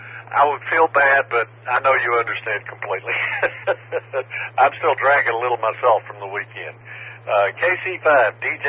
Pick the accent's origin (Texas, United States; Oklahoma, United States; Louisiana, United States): Texas, United States; I'm somewhat familiar with the effects of dust growing up in West Texas.